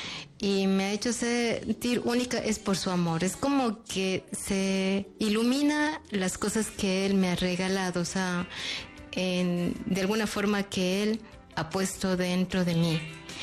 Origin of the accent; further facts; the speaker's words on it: Cuenca, Azuay, Ecuador; born there; Desde nacimiento somos cuencanas.